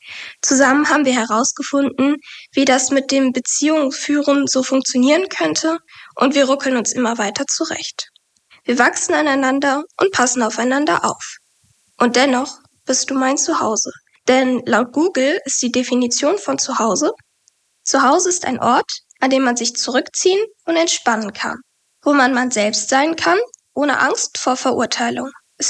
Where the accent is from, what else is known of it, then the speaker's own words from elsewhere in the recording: Essen, North Rhine-Westphalia, Germany; ich bin 20 Jahre alt. Ich komme gebürtig aus Essen und studiere in Bochum